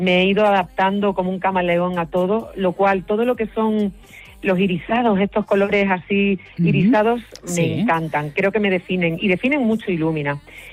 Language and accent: Spanish; Community of Madrid, Spain; voy a estar en mi tierra, voy a estar en Madrid